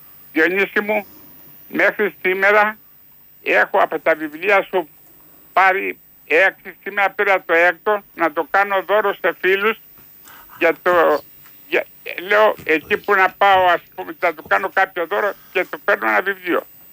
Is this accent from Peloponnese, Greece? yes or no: yes; Lagkadia, Peloponnese, Greece; Είμαι από τα Λαγκάδια της Αρκαδίας.